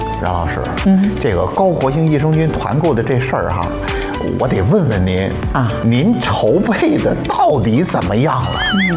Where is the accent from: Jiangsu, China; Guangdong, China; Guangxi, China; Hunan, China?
Jiangsu, China; Xuzhou; 大家好，我是来自徐州的